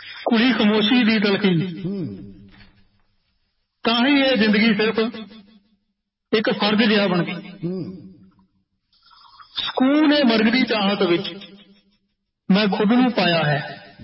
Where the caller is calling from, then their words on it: Jalandhar, Punjab, India; ਮੈਂ ਜਲੰਧਰ ਤੋਂ।